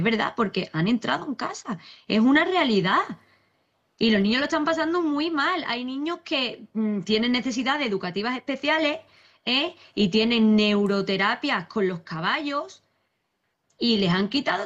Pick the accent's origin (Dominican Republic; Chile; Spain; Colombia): Spain; porque somos españoles.